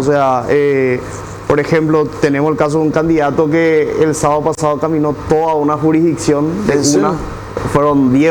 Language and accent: Spanish; Lambaré, Central, Paraguay; soy un joven emprendedor de la ciudad de Lambaré, soy joven, soy profesional, tengo 24 años.